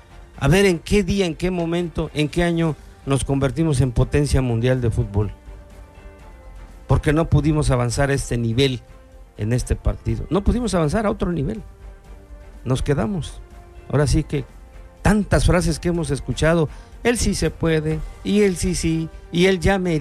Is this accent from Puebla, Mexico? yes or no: yes; Tehuacán, Puebla, Mexico; primero como tehuacaneros, como poblanos y como mexicanos